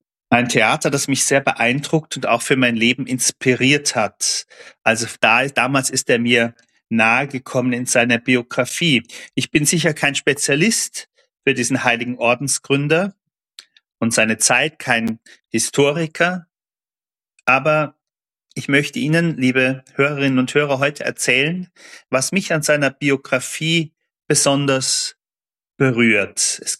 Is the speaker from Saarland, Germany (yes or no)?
yes; Saarbrücken, Saarland, Germany; das bei uns im Saarland etwa 20 Kilometer entfernt von meinem Heimathaus in Saarbrücken gelegen ist, in Buß bei Völklingen.